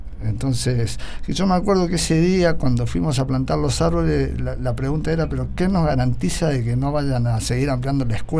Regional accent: Córdoba, Argentina; Bueno, pasó lo mismo en Córdoba. Yo soy cordobés y fui hace poco, y lo que ha cambiado en 10, 15 años es, de hecho, ya se habla del Gran Córdoba, el Gran Rosario.

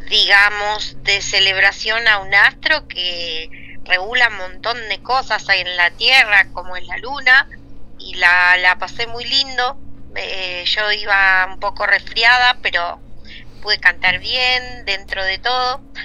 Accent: Santiago del Estero, Argentina; de Santiago del Estero, soy cantora, también escribo canciones, tengo dos discos.

